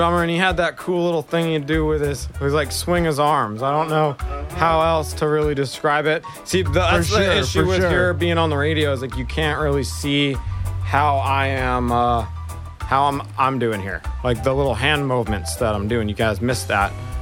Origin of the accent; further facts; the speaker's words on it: South Windsor, Connecticut, United States; being here in Connecticut, I feel it holds weight. But I grew up in South Windsor